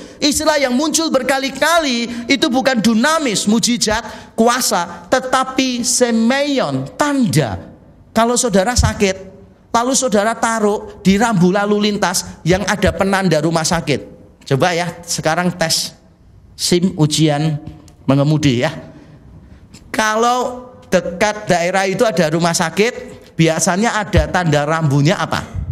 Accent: Semarang, Central Java, Indonesia; Nah, karena saya dari Semarang. Nah, itulah kita.

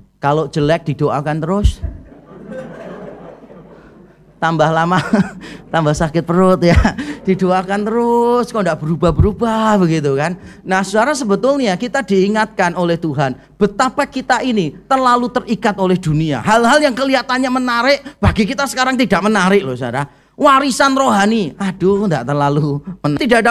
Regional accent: Indonesia; Orang Indonesia kan biasanya begitu kalau shopping

